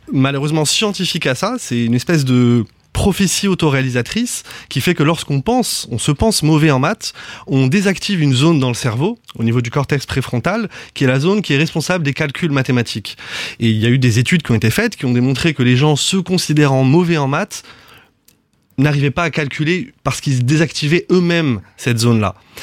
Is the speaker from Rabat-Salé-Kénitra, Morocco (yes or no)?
no; Casablanca, Casablanca-Settat, Morocco; moved away as an adult; also born or lived in France; J'arrive du Maroc, à la base. J'ai grandi à Casablanca, où j'ai fait mes études là-bas. Et après avoir fait mes études post-bac en France, je suis revenu pour créer mon école de coaching scolaire au Maroc